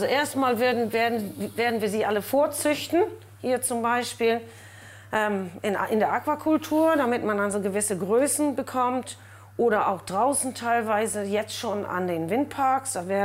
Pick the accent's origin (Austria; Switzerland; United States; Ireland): Ireland; now in Germany; Ich komme aus Irland